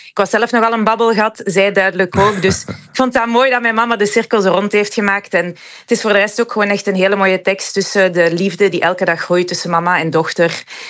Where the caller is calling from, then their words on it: Leuven, Flanders, Belgium; Aan de Vaart in Leuven.